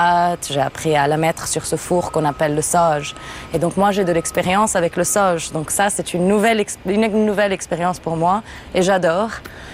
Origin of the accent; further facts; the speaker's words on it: Lebanon; J'ai commencé à faire du pain il y a 6 ans, quand j'étais au Liban, qui est mon pays d'origine.